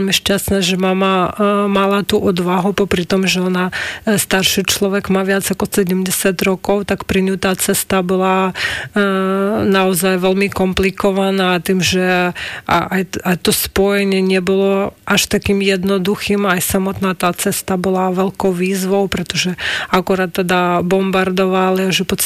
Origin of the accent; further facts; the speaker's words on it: Dnipro, Dnipropetrovsk Oblast, Ukraine; Slovak is a second language; moved away as an adult; now in Slovakia; v mojom rodnom meste Dnipro